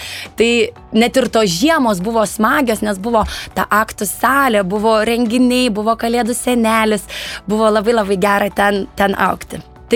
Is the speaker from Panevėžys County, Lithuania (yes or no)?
yes; Panevėžys, Panevėžys County, Lithuania; moved away; aš augau Staniūnų gatvėje ir aš augau tame buvusiame bendrabutyje.